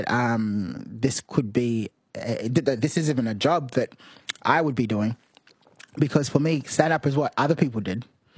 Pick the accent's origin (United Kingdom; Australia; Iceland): Australia; The thing is, if we say we're Australian, people will say you're not. And then when we celebrate our Sudanese, they're like, well, if you like it so much, why don't you go back?